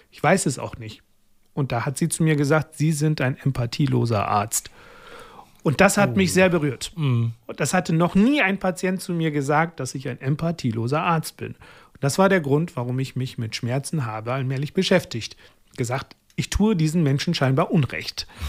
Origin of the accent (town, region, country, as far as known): Pakistan; German is a second language; now in Germany